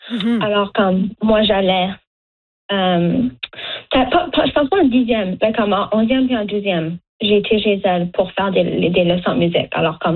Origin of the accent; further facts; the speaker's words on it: Dartmouth, Nova Scotia, Canada; Comme, même si je viens pas de Chétiquan, je viens de Dartmouth, mais comme de vouloir venir ici, puis faire des spectacles ici.